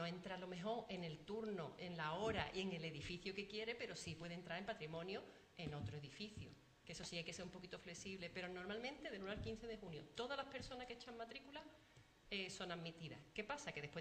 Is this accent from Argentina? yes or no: no; Rota, Andalusia, Spain; que yo soy de Rota, no soy de Sanlúcar.